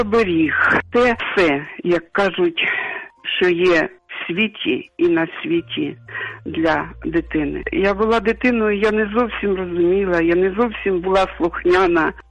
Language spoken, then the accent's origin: Ukrainian; Vasyshcheve, Kharkiv Oblast, Ukraine; born or raised there